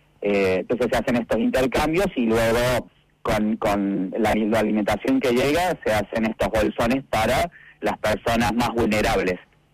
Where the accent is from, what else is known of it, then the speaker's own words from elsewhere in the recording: Venezuela; salí de Venezuela, ciertamente donde yo estaba, donde es mi familia, donde es mi casa, no sucedió nada